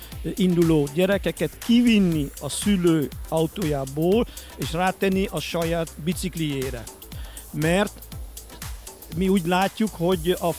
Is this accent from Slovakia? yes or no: no; Netherlands; Hungarian is a second language; now in Pécs, Hungary; én, mint holland